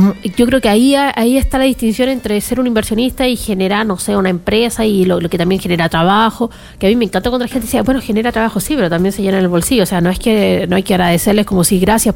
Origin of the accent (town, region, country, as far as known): Chile